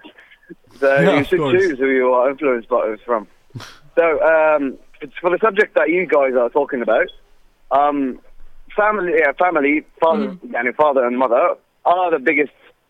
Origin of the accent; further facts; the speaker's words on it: Baghdad, Baghdad Governorate, Iraq; now in United States; I'm from Iraq, Baghdad. I live in the United